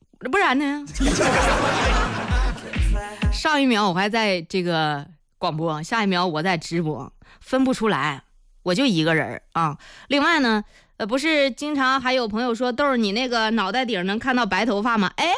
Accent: Zhengding, Hebei, China; moved away; 我的老家是在正定这个小县城里啊，我们老家话叫什么呢，叫吃劲儿不大。

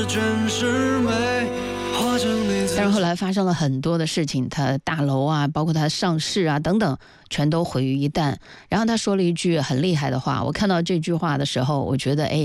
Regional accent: China

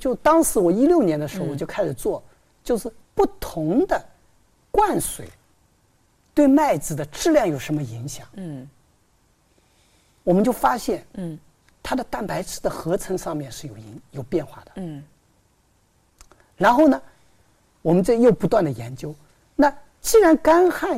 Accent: Zhejiang, China; 我浙江的。

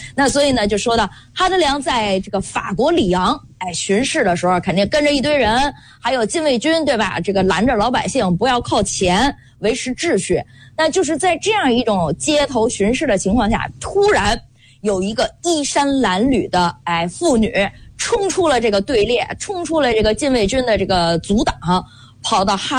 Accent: China; 我们中国人说的，来都来了

